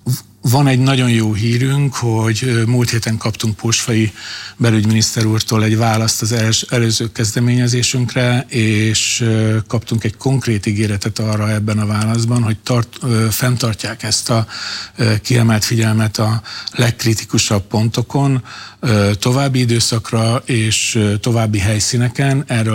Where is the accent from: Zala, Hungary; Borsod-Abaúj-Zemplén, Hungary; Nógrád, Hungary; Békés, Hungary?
Békés, Hungary; Gyula; now in Budapest, Hungary; Gyula az én szülővárosom